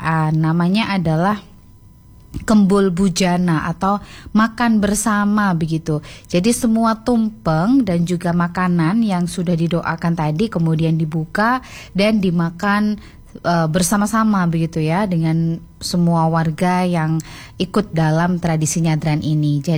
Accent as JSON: {"language": "Indonesian", "region": "East Java", "country": "Indonesia", "said": "kita banggakan khususnya sebagai warga Jawa Timur."}